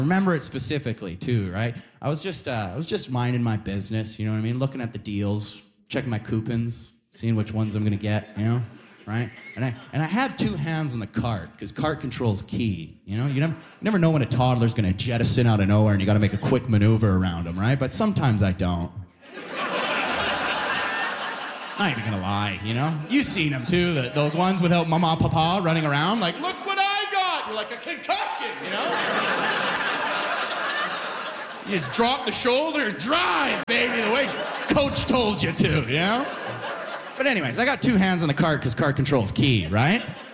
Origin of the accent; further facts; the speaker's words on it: Alberta, Canada; now in Ontario, Canada; I lost 3 friends just because I'm from Alberta.